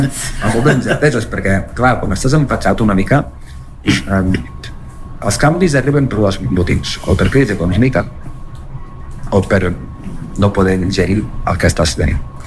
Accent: Andorra; al final tots som andorrans, no? I tots som visquem a Andorra

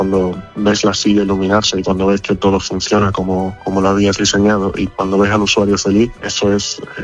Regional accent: Extremadura, Spain; A mí me gustaría montar aquí en Extremadura, en mi tierra, un taller no solo de instalación de estos sistemas de luces

